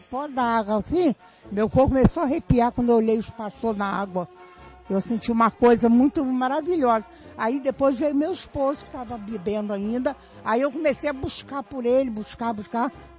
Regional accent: Niterói, Rio de Janeiro, Brazil; Eu venho lá de Piratininga, Niterói.

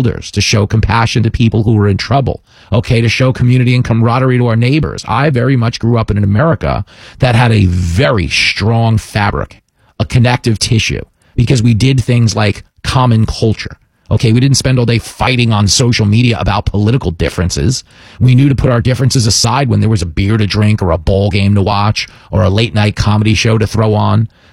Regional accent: Levittown, New York, United States; You know, I grew up in Levittown. It was the first World War II community built for American GIs returning home.

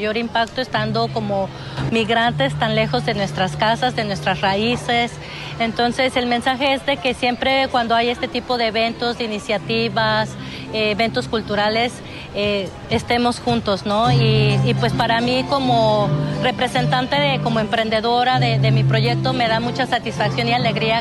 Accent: Mexico; now in Australia; ir a visitar a la familia y todo, tomar energías de mi tierra

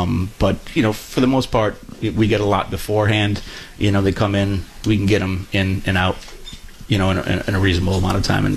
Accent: Michigan, United States; now in Rhode Island, United States; So, we just stayed here in Rhode Island. I'm from Michigan.

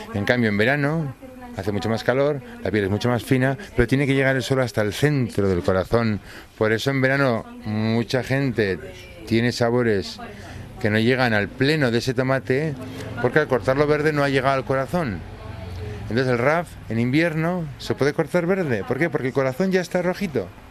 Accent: Navarre, Spain; Pero a mí, por ejemplo, como soy de Navarra y somos bastante tradicionales, me sigue tirando más el rosa barbastro tradicional grande

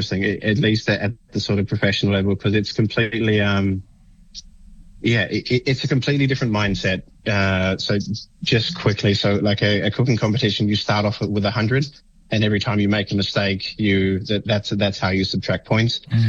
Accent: Australia; born there; So I was born in Australia. My mum's from the Cook Islands. My dad's from Europe, raised in the Cook Islands.

